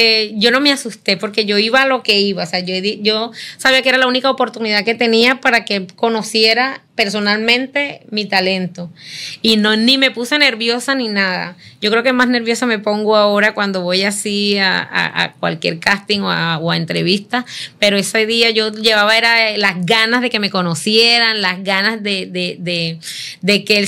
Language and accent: Spanish; Turbana, Bolívar, Colombia; moved away as an adult; soy de Turbana.